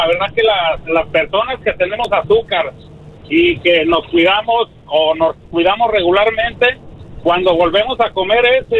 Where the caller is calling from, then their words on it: Bell Gardens, California, United States; Le hablo de Bell Garden, ahí vivo